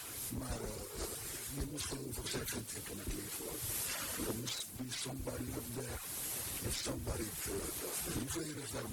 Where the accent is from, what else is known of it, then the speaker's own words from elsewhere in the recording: Paramaribo, Suriname; Jongen, ik ben geboren in Paramaribo, in het Slaans Hospitaal. Ik ben verwekt overwijld op Curaçao, of in Curaçao moet ik zeggen.